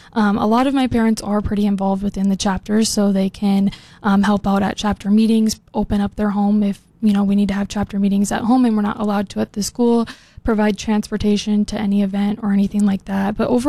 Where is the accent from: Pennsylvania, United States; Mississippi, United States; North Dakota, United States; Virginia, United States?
North Dakota, United States; Fairmount; moved away as an adult; now in Fargo, United States; I grew up in Fairmont, North Dakota, and then I moved here to Fargo to study at North Dakota State University.